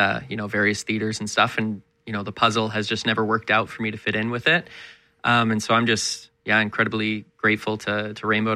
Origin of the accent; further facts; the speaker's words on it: Calgary, Alberta, Canada; moved away as an adult; also born or lived in Toronto; I went to theater school in Toronto and started my career there. I'm from Calgary originally, and I'm back living there now.